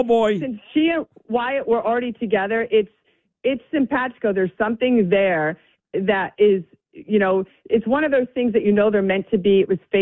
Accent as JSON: {"language": "English", "town": "New York City", "region": "New York", "country": "United States", "said": "And I'm forever, I'm a New Yorker. I love New York City."}